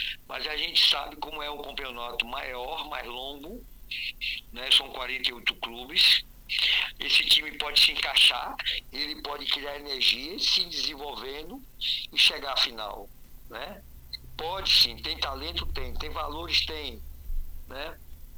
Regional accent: Brazil; todos nós somos brasileiros

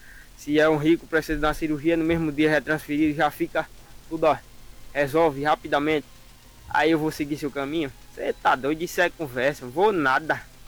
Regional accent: Northeast Region, Brazil; Sou nordestino com muito orgulho

